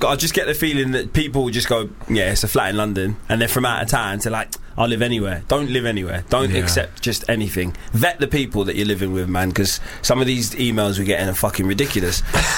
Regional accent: Nigeria; I'm Nigerian, so I inherited.

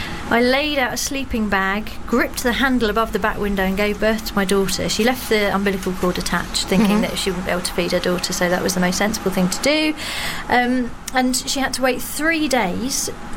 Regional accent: Croydon, London, United Kingdom; it being Croydon and I'm from Croydon

